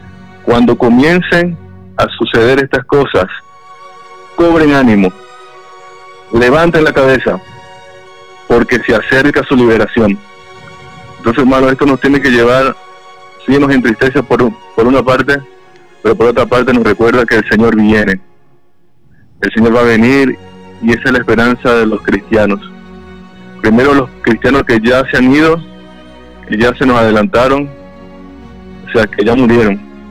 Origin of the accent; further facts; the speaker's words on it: Venezuela; moved away; como un venezolano, como una persona que tiene familiares allá, yo tengo mis padres, tengo mis tías, vecinos y familiares muy cercanos